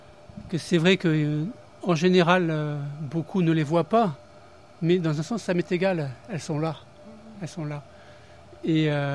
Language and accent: French; South-West France, France; À Toulouse, oui, dans ma ville de cœur aussi, parce que je suis originaire du Sud-Ouest.